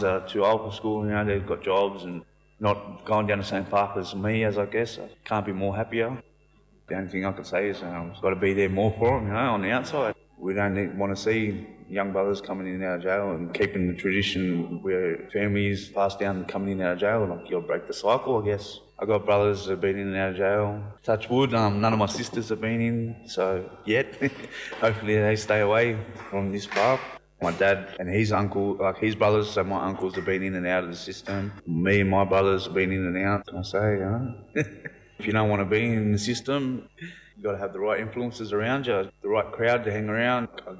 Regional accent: Miller, New South Wales, Australia; I'm from Miller, 2168, Dungutty man.

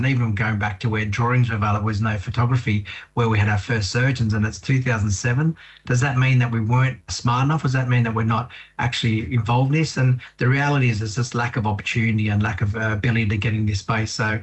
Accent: Australia; born or raised there

